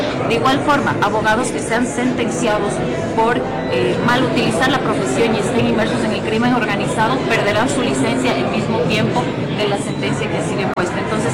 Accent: Ecuador; como ecuatorianos nosotros necesitamos que los jueces motiven de mejor

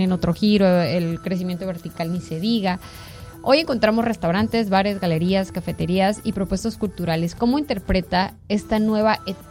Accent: Tijuana, Baja California, Mexico; Yo por lo menos que soy tijuanense

